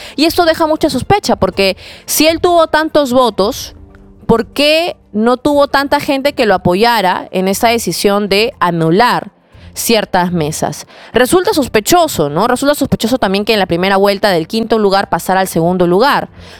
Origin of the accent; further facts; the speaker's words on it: Peru; todos somos peruanos.